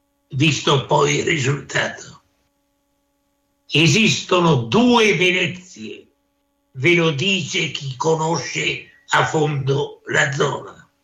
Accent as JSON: {"language": "Italian", "town": "Venice", "region": "Veneto", "country": "Italy", "said": "sono un veneto di origine e in particolare un veneziano."}